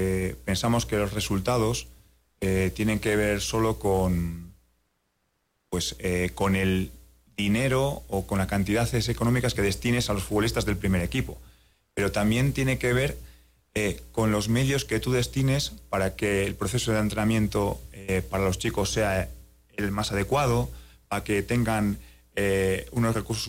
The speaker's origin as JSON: {"language": "Spanish", "town": "León", "region": "Castile and León", "country": "Spain", "moved": "yes", "lives_now": "Galicia, Spain", "said": "yo soy de León, pero bueno, vivo en Galicia, allí en España."}